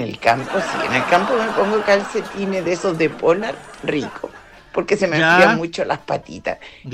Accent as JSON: {"language": "Spanish", "country": "Chile", "tie": "born or raised there", "said": "Yo soy chilena de toda la vida, apenas he salido de mi país, ¿ya? Y no sé, me encuentran voz de extranjera, de española, de cualquier cosa."}